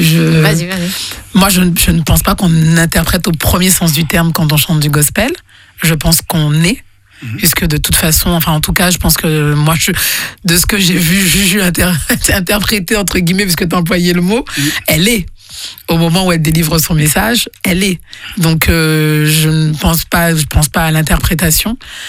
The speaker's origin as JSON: {"language": "French", "country": "Guadeloupe", "said": "je suis guadeloupéenne et j'ai quand même, même si c'est tout petit sur le planisphère, ben... J'en suis extrêmement fière."}